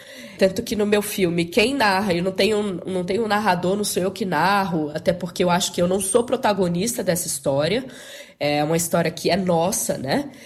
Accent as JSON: {"language": "Portuguese", "region": "Bahia", "country": "Brazil", "said": "Sou baiana."}